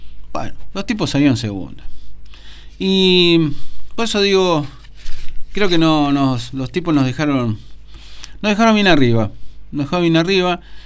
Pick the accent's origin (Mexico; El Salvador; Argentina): Argentina; para los que somos argentinos